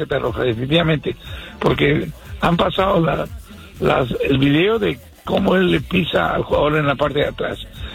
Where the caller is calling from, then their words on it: New York, United States; Estamos muy contentos acá en la ciudad de Nueva York